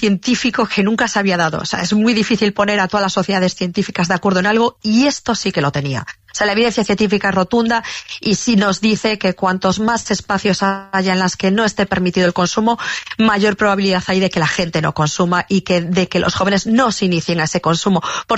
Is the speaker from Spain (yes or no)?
yes; Galicia, Spain; pues yo más que soy gallega, pues es el pesimismo propio de los gallegos, ¿no?